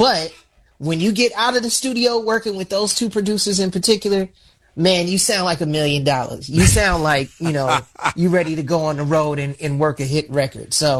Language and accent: English; Chicago, Illinois, United States; And just to know that my hometown, the city of Chicago, and particularly the Steppers community, really rock with this record, it just warms my heart, man.